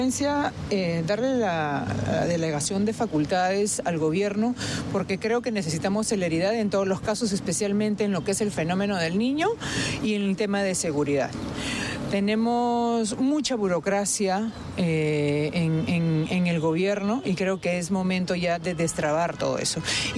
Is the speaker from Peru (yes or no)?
yes; Chiclayo, Lambayeque, Peru; Yo vengo de una región que va a ser lamentablemente muy golpeada por el fenómeno del Niño. No, yo soy de Lambayeque. Así que como chiclayana, como lambayecana